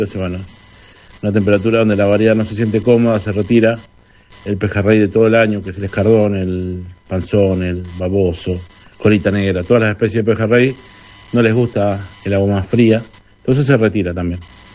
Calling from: Miramar, Buenos Aires Province, Argentina; de Miramar

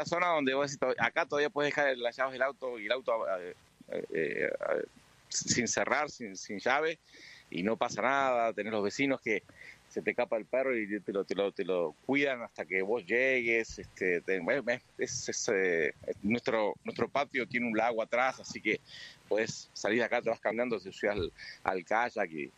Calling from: Comodoro Rivadavia, Chubut, Argentina; nosotros somos de Comodoro.

